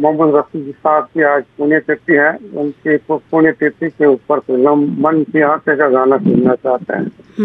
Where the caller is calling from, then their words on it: Jodhpur, Rajasthan, India; sector 5 Shri नगरी जोधपुर राजस्थान से बोल रहे हैं